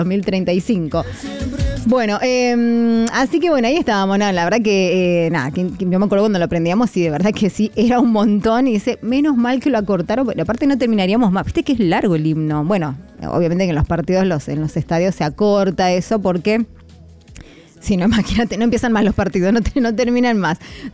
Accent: Argentina; Donde la ves ahí, vamos, somos argentinos.

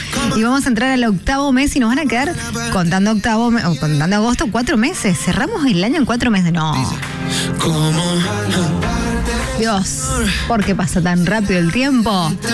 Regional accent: Mendoza, Argentina; accent: Mendocino tonadita; nosotros somos de Mendoza, somos mendocinos, por si no se nos nota, seguramente que sí, porque dicen que los mendocinos tenemos un cantito, yo no me lo noto, sinceramente no noto el cantito mendocino

